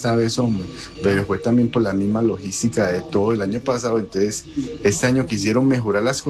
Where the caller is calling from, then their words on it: Santa Elena, Antioquia, Colombia; yo vivo en Santa Elena.